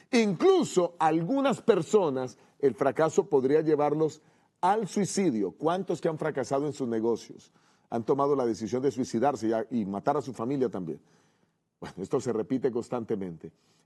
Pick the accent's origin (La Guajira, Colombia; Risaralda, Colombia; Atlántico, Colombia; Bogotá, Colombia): Bogotá, Colombia; la ciudad donde yo estudiaba, en mi país, en la ciudad de Bogotá, en Colombia